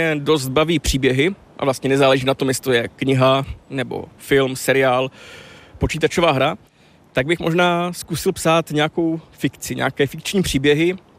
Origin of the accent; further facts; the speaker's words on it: Moravian-Silesian Region, Czechia; já pocházím z Pobeskycka